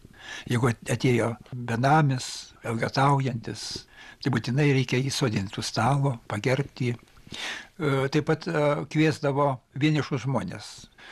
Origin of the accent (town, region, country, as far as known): Samogitia, Lithuania